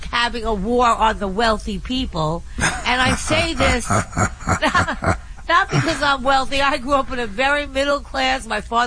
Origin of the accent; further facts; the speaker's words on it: New York City, New York, United States; But most people that I know, and I'm a New Yorker, they're like maybe saying, okay, I'm going to buy something here.